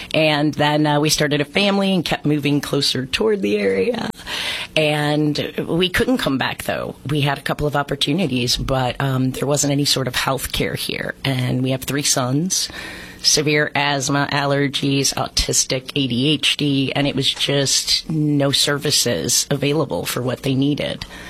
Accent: Ottawa, Ontario, Canada; I was born and raised in Ottawa. My mom's family has been farming in the Wallace-Waltham region for over 200 years.

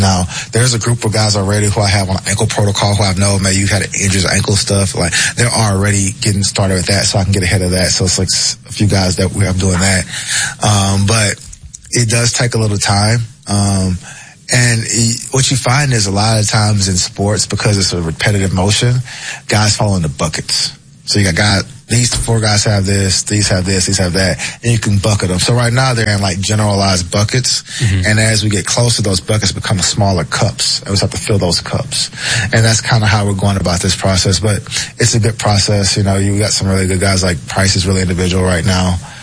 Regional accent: the South, United States; and I'm from the South, too. Like, you got to think, like, I've grown up in the South my entire life.

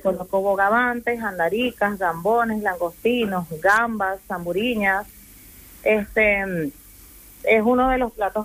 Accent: Venezuela; now in Asturias, Spain; a pesar de que mi carta es muy al estilo de acá de Asturias, por el tema de ser yo venezolana

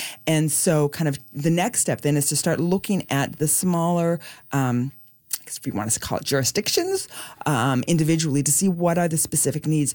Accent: Corner Brook, Newfoundland and Labrador, Canada; moved away as an adult; I'm from Corner Brook, I was raised here and came back after my training.

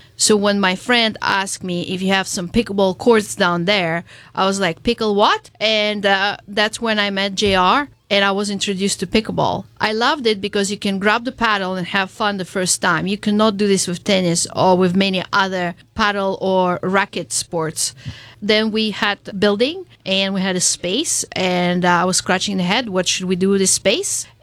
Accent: Tajikistan; now in Rio Grande Valley, United States; I grew up in Tajikistan, which is right above Afghanistan next to China.

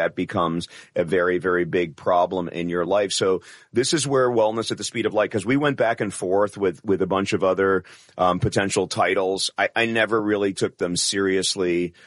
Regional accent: Bronx, New York, United States; I'm a kid from the Bronx.

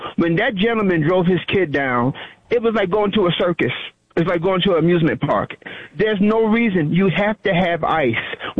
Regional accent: New York, United States; Yeah, I was talking about Selma because I'm from New York. I never had racism in my life. I mean, I came up around Jewish, Italians.

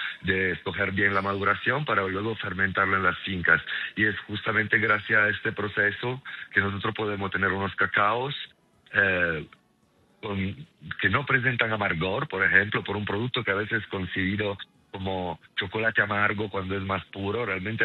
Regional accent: Italy; Spanish is a second language; pues por el acento, ¿no? Soy italiano

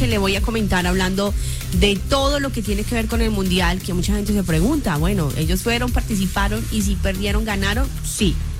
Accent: Colombia

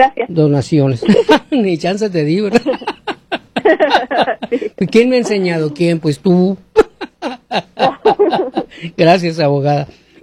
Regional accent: Mexico; now in United States; He salido del país. Tengo dos hijas, 21 y 24 años. ¿Me pueden pedir o puedo pedir asilo? Soy de México.

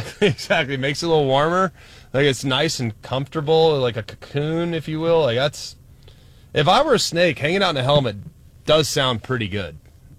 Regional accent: Texas, United States; I'm from Texas.

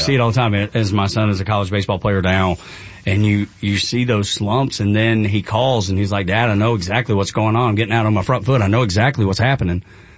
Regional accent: Georgia, United States; She's from upstate New York. I'm from Northwest Georgia.

